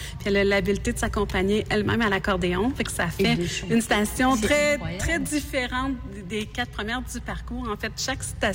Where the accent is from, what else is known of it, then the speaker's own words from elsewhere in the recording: Montmagny, Quebec, Canada; Oui, ben, je suis née à Québec officiellement, mais mes parents, après ça, sont déménagés rapidement à Montmagny, parce que mon père avait un emploi, il a pris un emploi là-bas. Fait que oui, Montmagny, c'est la ville de l'accordéon.